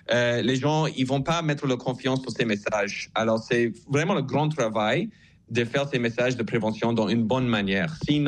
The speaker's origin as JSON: {"language": "French", "country": "Canada", "lives_now": "Congo", "said": "Je suis un Canadien qui arrive au Congo."}